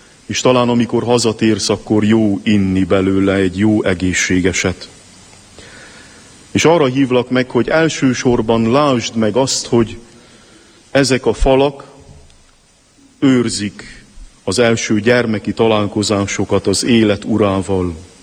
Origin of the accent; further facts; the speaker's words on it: Székelyszentlélek, Harghita, Romania; szülőfalum, Székely-Szentlélek